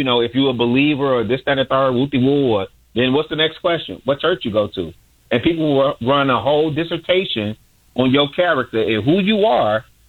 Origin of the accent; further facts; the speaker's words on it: Chicago, Illinois, United States; moved away as an adult; also born or lived in Atlanta / Detroit; I'm born and raised in Chicago. I grew up in Roseland. I lived in Atlanta for 20 years.